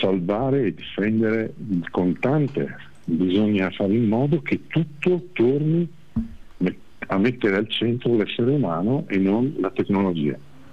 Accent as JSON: {"language": "Italian", "region": "Veneto", "country": "Italy", "said": "parlavamo veneto, discutevamo di affari veneti, noi siamo veneti e rimarremo sempre veneti"}